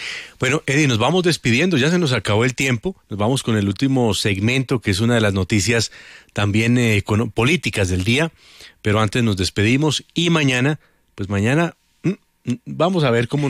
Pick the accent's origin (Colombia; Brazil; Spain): Colombia